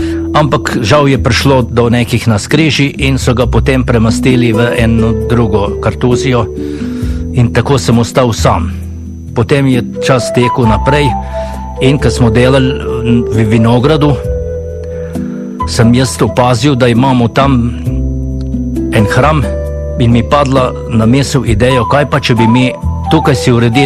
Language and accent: Slovenian; Gruča, Southeast Slovenia, Slovenia; Naj se predstavim … iz Gruče, čebelar že kar lep čas.